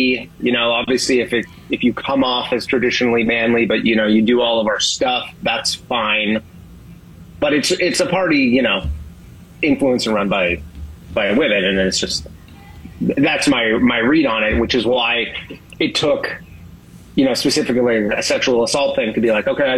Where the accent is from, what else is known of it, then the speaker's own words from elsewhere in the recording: Canada; I'm Canadian, but my wife's American.